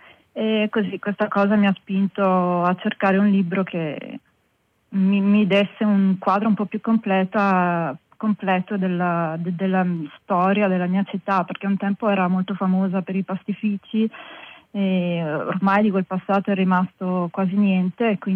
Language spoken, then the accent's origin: Italian; Torre Annunziata, Campania, Italy; moved away; sono cresciuta a Torre Annunziata.